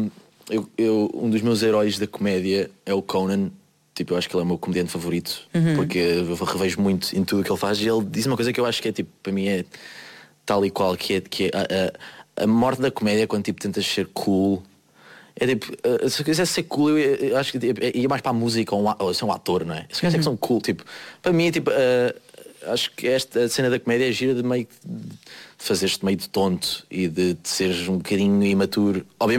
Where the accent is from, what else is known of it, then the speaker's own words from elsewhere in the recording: Rio de Janeiro, Brazil; born there; E pronto, eu sou Zuca. E eu nasci no Rio de Janeiro.